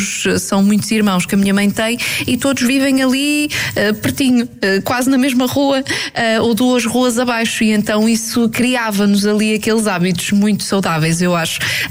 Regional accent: Porto, Norte, Portugal; moved away as an adult; now in Lisbon, Portugal; Eu nasci no Porto e vivi praticamente a minha vida toda no Porto até aos 29 anos. Depois vim aqui para Lisboa.

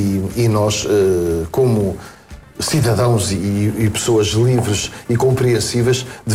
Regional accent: Portugal; nós portugueses

